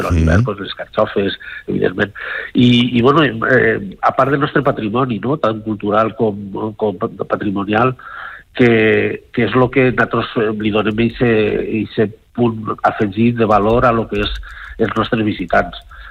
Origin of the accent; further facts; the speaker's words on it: Benicarló, Valencian Community, Spain; born there; Jo vaig néixer a Benicarló, tota la família per part de pares, des de fa molts... moltes generacions d'ací de Benicarló